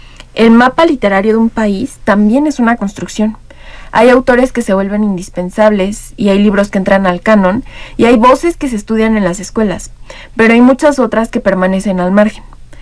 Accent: Mexico

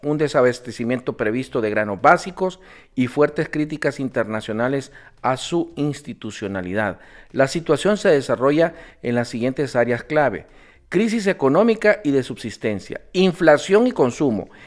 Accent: Honduras; Claro, claro, aquí somos hondureños.

